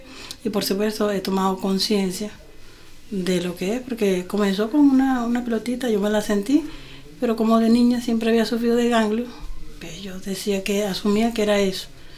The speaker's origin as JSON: {"language": "Spanish", "country": "Venezuela", "moved": "as an adult", "said": "en el 2018, fue cuando comenzó mi migración, porque lamentablemente por cosas que pasaron en mi país de origen, que es Venezuela, tuve que salir"}